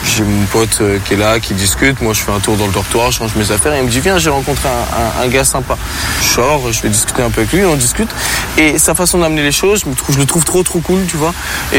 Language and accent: French; Champigny-sur-Marne, Île-de-France, France; Je lui dis, mais moi je viens de Champigny, c'est juste à côté, 94 et tout.